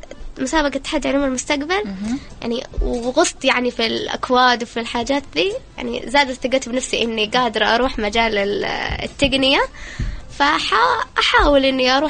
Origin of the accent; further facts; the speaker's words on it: Yemen; احنا الفريق الوحيد من اليمن